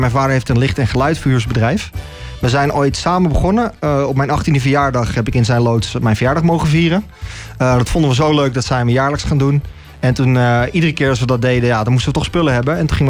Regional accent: Haarlem, North Holland, Netherlands; Ik kom zelf uit Haarlem, geboren en getogen.

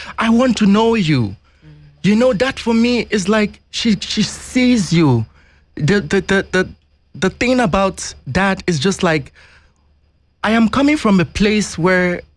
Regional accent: Nigeria; now in Netherlands; I come from Nigeria.

